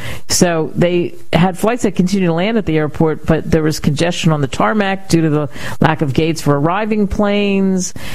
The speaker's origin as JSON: {"language": "English", "town": "Cherry Hill", "region": "New Jersey", "country": "United States", "tie": "born or raised there", "said": "where I grew up in Cherry Hill, Route 38, and we used to go down the Black Horse Pike"}